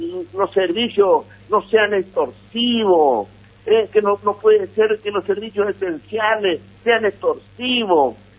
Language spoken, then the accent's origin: Spanish; Chaco, Argentina; nuestra provincia del Chaco